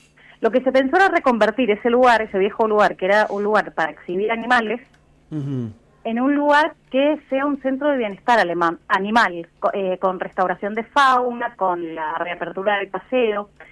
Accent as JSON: {"language": "Spanish", "region": "Mendoza", "country": "Argentina", "said": "siendo mendocinos y niños o adolescentes"}